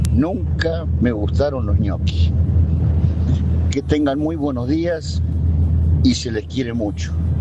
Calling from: Río Cuarto, Córdoba, Argentina; de Río Cuarto. Hace muchísimos años que escucho esa radio.

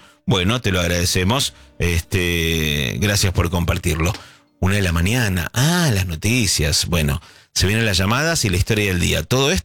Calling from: Villa María, Córdoba, Argentina; de Villa María, Córdoba.

